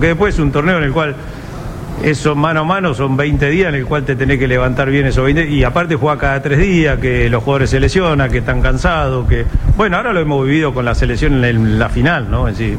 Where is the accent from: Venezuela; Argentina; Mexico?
Argentina